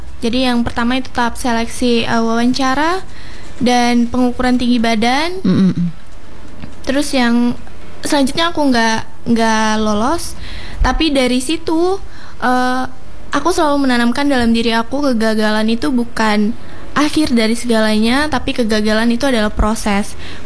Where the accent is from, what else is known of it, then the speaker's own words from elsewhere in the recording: Murung Raya, Central Kalimantan, Indonesia; Iya, aku dari Murung Raya.